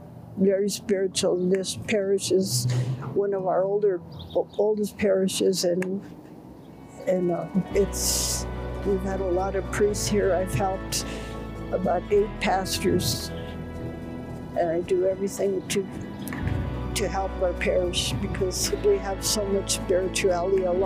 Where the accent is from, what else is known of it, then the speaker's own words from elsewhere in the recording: Santa Fe, New Mexico, United States; I was born in Santa Fe, New Mexico in 1949. I've been a parishioner of Our Lady of Guadalupe since 1949, when I was born, June 1949.